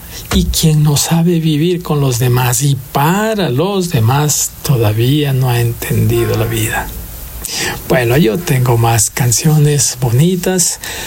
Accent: Ecuador

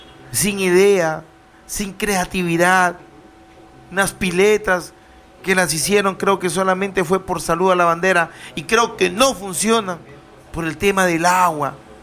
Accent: Tucumé, Lambayeque, Peru; Yo vengo de un caserío. Y ahí me crié en un caserío. Sin agua, sin desagüe, sin luz pública.

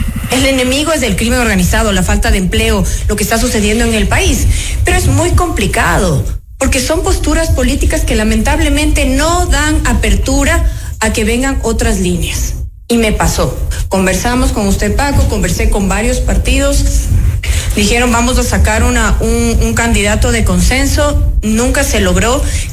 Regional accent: Quito, Pichincha, Ecuador; El impuesto más alto que nosotros pagamos como quiteños es el impuesto a la ineficiencia.

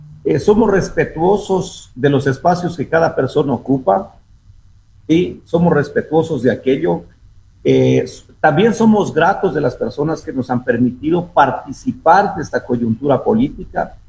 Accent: Loja, Ecuador

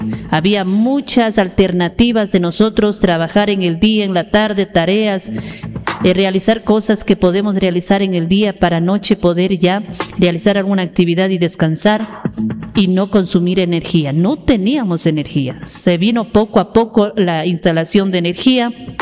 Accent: Ecuador

